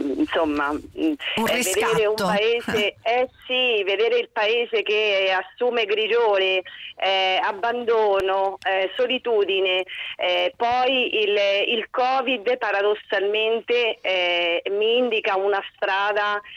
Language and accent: Italian; San Ginesio, Marche, Italy; il mio paese, il mio borgo, San Ginesio. Noi ci troviamo in questo splendido borgo medievale all'interno del Parco Nazionale dei Monti Sibillini in provincia di Macerata, e quindi il paese che mi ha cresciuta